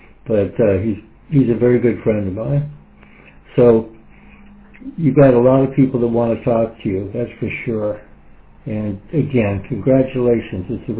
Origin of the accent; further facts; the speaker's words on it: Nantucket, Massachusetts, United States; I am a man from Nantucket. I was born there. I spent many years there. And Nantucket native